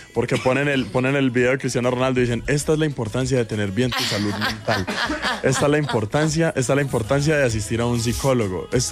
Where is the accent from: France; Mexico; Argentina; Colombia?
Colombia; Cualquiera de nosotros como colombiano dice es cierto.